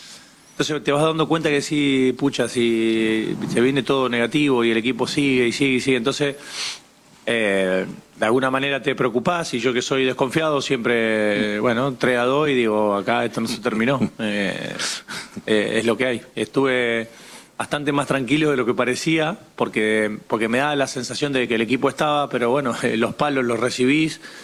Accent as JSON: {"language": "Spanish", "country": "Argentina", "said": "nosotros somos Argentina"}